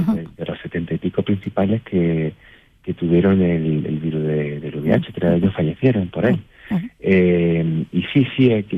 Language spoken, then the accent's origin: Spanish; Úbeda, Andalusia, Spain; A Úbeda, mi tierra, mi preciosa ciudad